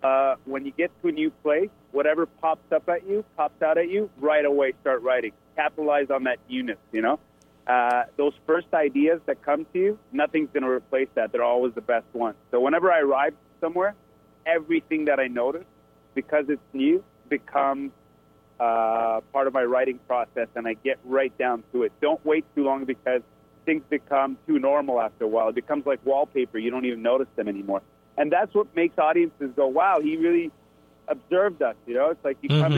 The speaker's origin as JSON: {"language": "English", "country": "Canada", "said": "I'm pretty much giving my perspective as a Canadian neighbor on what's going on in the States right now"}